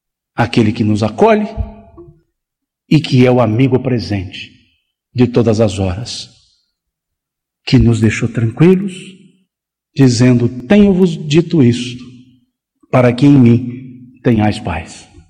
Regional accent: Minas Gerais, Brazil; e como mineiro que sou

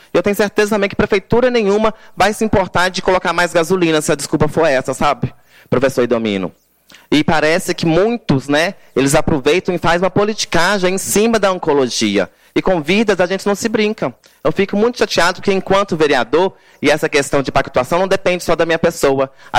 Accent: Brazil; Mas eu sou nascido e criado em Silvestre há mais de 32 anos. Fiz 33, né? Então tem 32 anos que eu moro em Silvestre.

